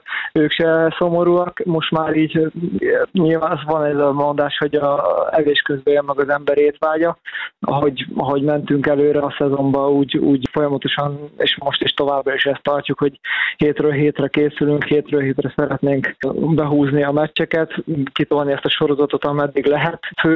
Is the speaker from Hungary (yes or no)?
yes; Gyula, Békés, Hungary; én itt születtem, itt kezdtem a pályafutásomat, gyerekkoromban 12 éves koromig itt fociztam, nekem az egész családom gyulai kötődés, meg itt vannak a szüleim